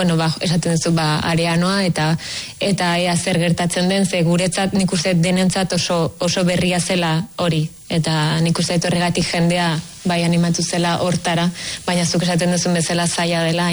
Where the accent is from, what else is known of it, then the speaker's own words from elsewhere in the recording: San Sebastián, Basque Country, Spain; ni Añorgakoa naiz